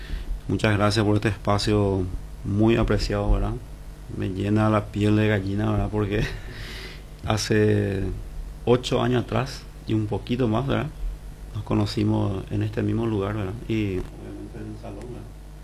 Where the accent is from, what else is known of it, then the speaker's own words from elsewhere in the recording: Asunción, Paraguay; now in Coronel Oviedo, Paraguay; Yo generalmente soy de Asunción, ¿verdad? Pero me siento ovetense